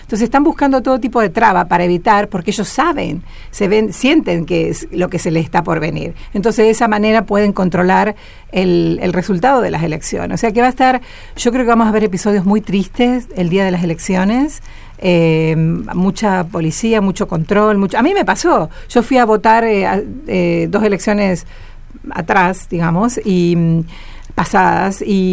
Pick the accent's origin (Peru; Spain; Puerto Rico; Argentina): Argentina; now in Oak Park, United States; yo como argentina, viviendo allá más de 3 décadas...